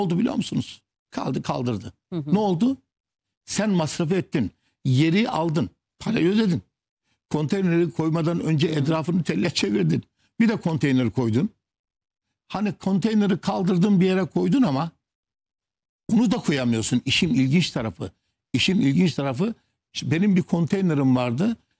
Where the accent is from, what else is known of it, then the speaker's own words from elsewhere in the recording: Terme, Samsun, Turkey; Karadeniz'den getirdiğimiz. Ben Samsun Termeliyim.